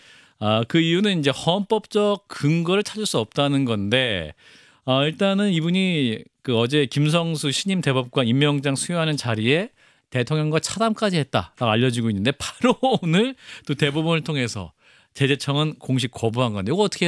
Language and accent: Korean; Daegu, South Korea; 고향은 대구예요.